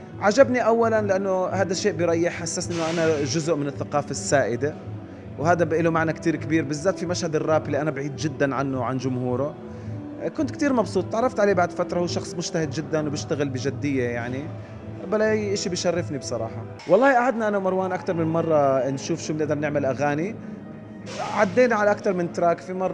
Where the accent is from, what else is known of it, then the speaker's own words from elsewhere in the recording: Jordan; أنا من الأردن